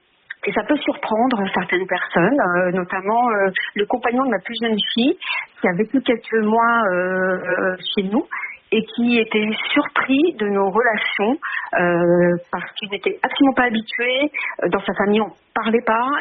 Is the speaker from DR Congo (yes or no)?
no; Paris, Île-de-France, France; Non, parce que je suis parisienne à la base.